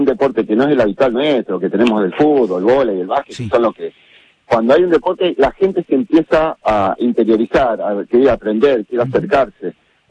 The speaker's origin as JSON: {"language": "Spanish", "town": "Recreo", "country": "Argentina", "said": "nosotros los que somos de Recreo"}